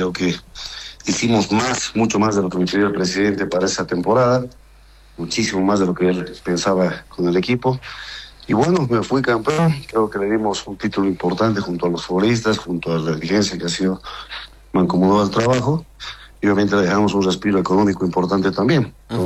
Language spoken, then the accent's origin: Spanish; Bolivia; Soy boliviano, siempre los he defendido a los árbitros, son seres humanos.